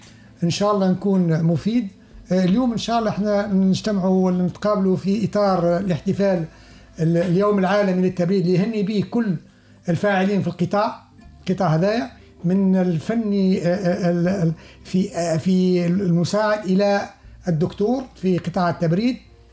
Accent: Tunisia; احنا كتونسيين

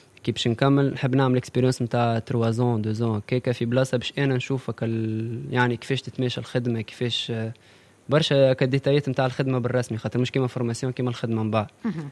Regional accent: Ariana, Ariana Governorate, Tunisia; انا من تونس اريان

